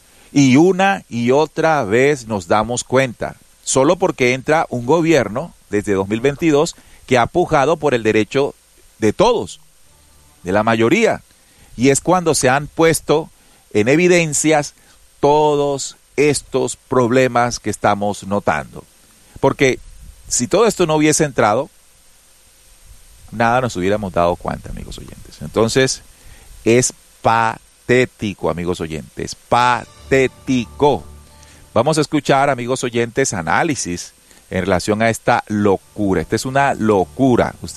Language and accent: Spanish; Colombia